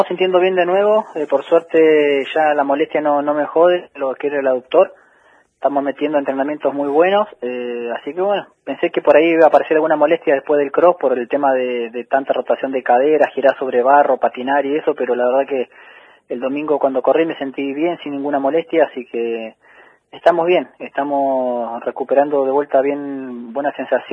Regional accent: Argentina; pensar que hoy ya llevo 50 títulos ganados y que soy el argentino con más títulos ganados

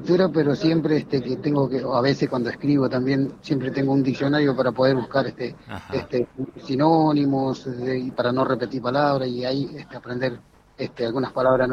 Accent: Patagonia, Argentina

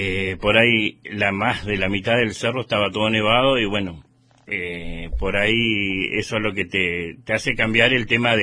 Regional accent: Río Mayo, Chubut, Argentina; y salir a representar a mi pueblo, que yo nací acá, mis 50 años tengo mi madre acá

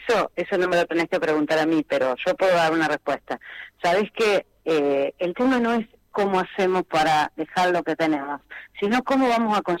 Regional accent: Chos Malal, Neuquén, Argentina; Te lo digo desde el corazón de la ciudad que estoy acá en el momento, yo soy de Chosmalá.

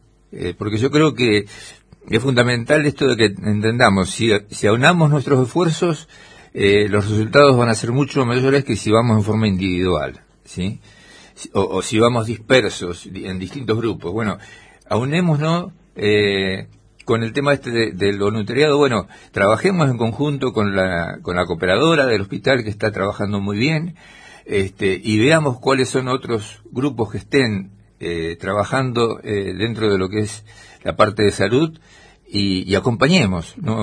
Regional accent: Esquel, Chubut, Argentina; Nosotros somos de Esquel

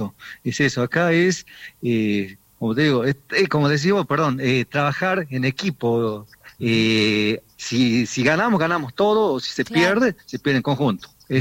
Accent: Payogasta, Salta, Argentina; No, somos de Payogasta. Todos productores agropecuarios del pueblo y ahí zonas aledañas de Payogasta.

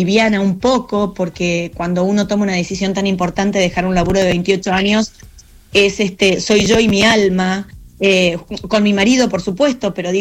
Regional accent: El Triunfo, Buenos Aires Province, Argentina; moved away; also born or lived in Madrid; En mi pueblo se llama El Triunfo.

